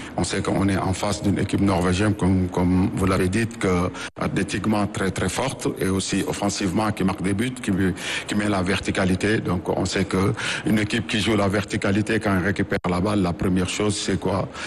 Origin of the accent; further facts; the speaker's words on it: Senegal; Je pense que nous, en tant que Sénégalais, le patriotisme est au-dessus de tout.